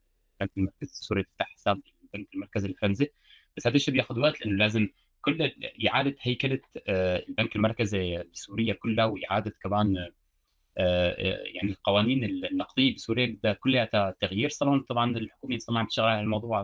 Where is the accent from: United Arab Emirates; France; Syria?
France; accent: Homsi; أنا أول كبرت هون … أنا اسمي فرنسي والأتات يعني سوري